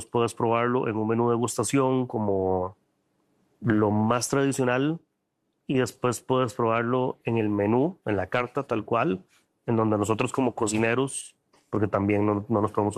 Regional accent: Costa Rica; en mi cabeza ni como cocinero ni como costarricense que existían.

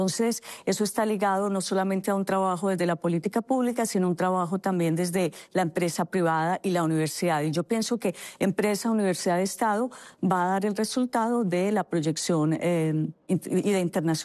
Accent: Colombia

